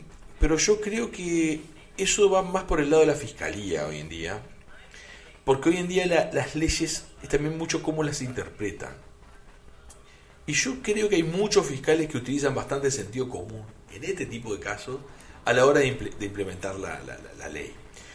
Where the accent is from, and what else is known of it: Uruguay